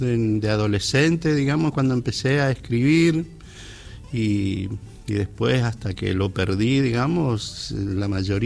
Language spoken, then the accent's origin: Spanish; La Cruz, Corrientes, Argentina; moved away; Yo me crié en La Cruz, un pueblo que está a 100 kilómetros al norte de Paso de los Libres. Un pueblo de raíz jesuítica que yo amo profundamente, porque allí viví una infancia y adolescencia felicísima